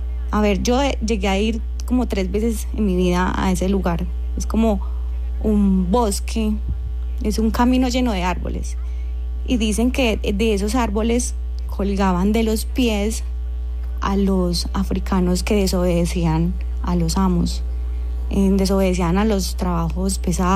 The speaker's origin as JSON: {"language": "Spanish", "region": "San Andrés and Providencia", "country": "Colombia", "tie": "born or raised there", "said": "Pero a nosotros los nativos nos ha tocado una historia más bien fuerte"}